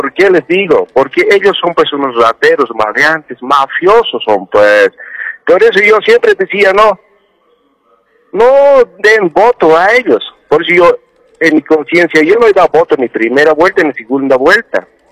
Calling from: El Alto, La Paz, Bolivia; Le llamo aquí desde Ciudad de La Paz, del Alto.

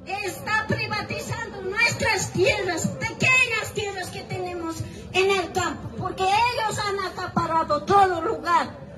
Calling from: Bolivia

